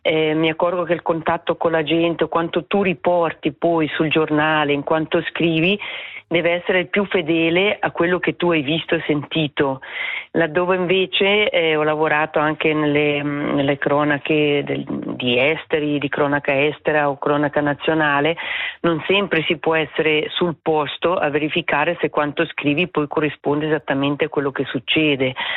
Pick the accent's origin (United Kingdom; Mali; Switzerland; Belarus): Switzerland; Bellinzona, Ticino; born there; now in Blenio Valley, Switzerland; Ma io adoro vivere qua, è sempre piaciuta la montagna, sono nata a Bellinzona, fa più di 30 anni che giro e adesso abito in Valle di Blegno dal 95, non tornerei in un centro cittadino, mi piace troppo la montagna.